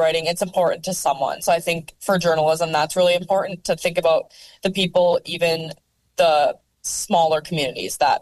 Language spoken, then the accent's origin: English; Duluth, Minnesota, United States; moved away as an adult; now in Minneapolis, United States; growing up in Duluth, which is a bigger city in Minnesota, and then moving to Minneapolis, I've never lived in a super small town.